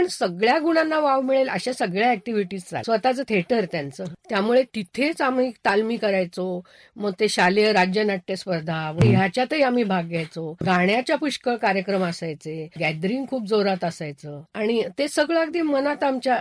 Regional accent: Ahmednagar, Maharashtra, India; now in Mumbai, India; माझंही बालपण इथे गेलं आणि जन्मच म्हणजे माझा इथला.

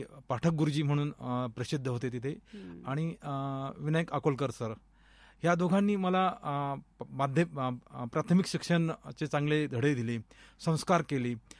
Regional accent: Karanji, Maharashtra, India; माझं बालपण करंजी म्हणून आहे, नगर पाथर्डी रोडवरती करंजी आहे. तिथून 3 किलोमीटरवरती गर्भगिरी डोंगररांगाच्या पायथ्याशी खंडोबाची वाडी म्हणून 1,000 लोकवस्तीचं गाव आहे. त्या ठिकाणी बालपण गेलं, ज्याला प्राथमिक शिक्षण तिथेच झालं.

